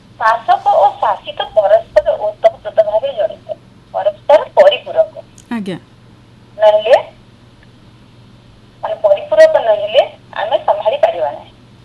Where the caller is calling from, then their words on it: Sundargarh, Odisha, India; ମୁଁ ସୁନ୍ଦରଗଡ଼ରୁ